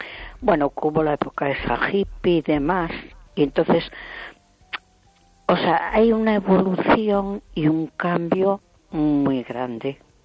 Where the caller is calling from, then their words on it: A Coruña, Galicia, Spain; de Coruña.